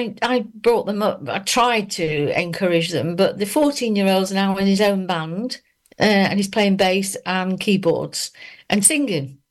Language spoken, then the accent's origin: English; Leicester, East Midlands, United Kingdom; I lived on the Narborough Road.